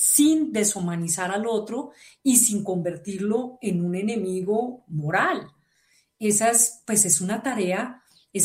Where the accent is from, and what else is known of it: Colombia